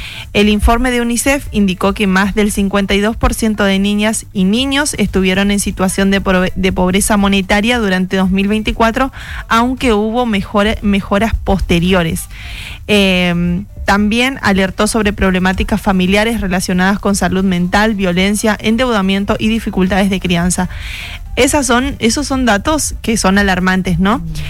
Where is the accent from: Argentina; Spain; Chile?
Argentina; más allá de todas las cosas que estuvimos atravesando como argentinos.